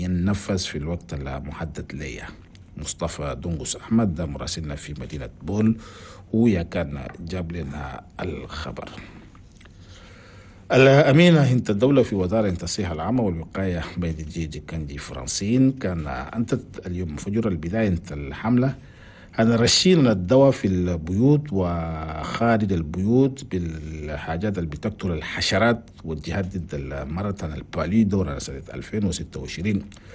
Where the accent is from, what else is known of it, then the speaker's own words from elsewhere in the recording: Chad; بيجي بالحين صعب في الأقاليم الصبحانية أنا بلدنا تشاد.